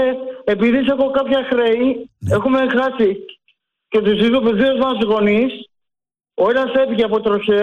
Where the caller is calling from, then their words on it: Greece; από το Χέρακα.